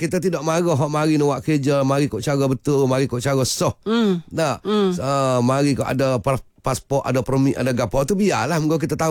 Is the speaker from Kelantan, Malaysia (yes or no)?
yes; Kelantan, Malaysia; kita sebagai rakyat Kelantan ni